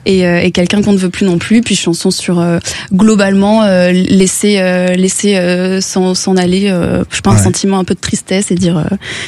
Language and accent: French; Narbonne, Occitanie, France; Je viens de Narbonne, ça s'entend pas, mais je viens de Narbonne.